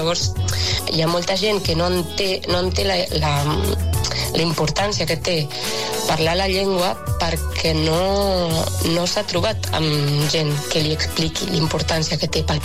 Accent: Argentina; Catalan is a second language; now in Spain; Soc argentina, sí.

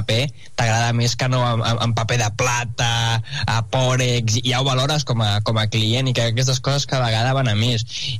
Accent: Llinars del Vallès, Catalonia, Spain; now in Sant Esteve de Palautordera, Spain; Jo sóc de Sant Esteve Palau Tordera, visc aquí i també hi ha porta a porta, i sóc originari de Llinars del Vallès

